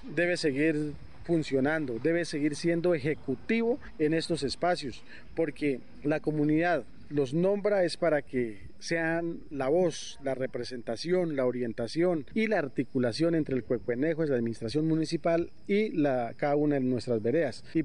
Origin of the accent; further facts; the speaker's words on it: Colombia; como colombianos que somos